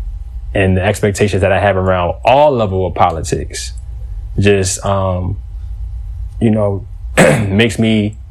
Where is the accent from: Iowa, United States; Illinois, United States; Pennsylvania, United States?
Pennsylvania, United States; Philadelphia; I might have been 19, 20. And again, I came from Philadelphia, Bartram graduate.